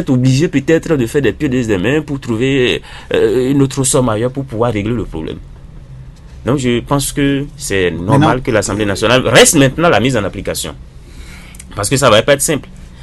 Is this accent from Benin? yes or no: yes; Benin; bravo à ces filles-là qui sont en train de nous rendre heureux en tant que Béninois